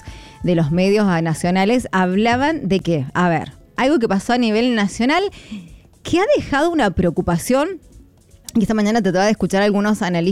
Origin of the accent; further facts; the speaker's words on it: Argentina; nosotros como argentinos